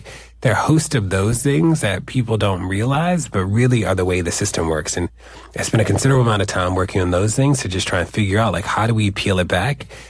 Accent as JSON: {"language": "English", "town": "Baltimore", "region": "Maryland", "country": "United States", "tie": "born or raised there", "said": "I grew up in Baltimore."}